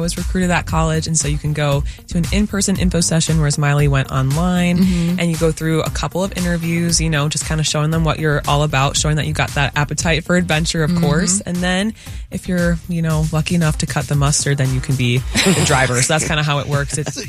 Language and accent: English; Chicago, Illinois, United States; I'm from Chicago